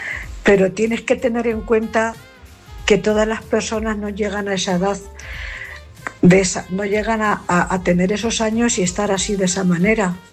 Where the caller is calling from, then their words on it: Cuenca, Castilla-La Mancha, Spain; corresponsal de Cuenca.